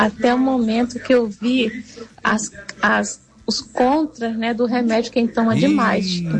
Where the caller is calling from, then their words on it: Belford Roxo, Rio de Janeiro, Brazil; sou de Belfort Roxo.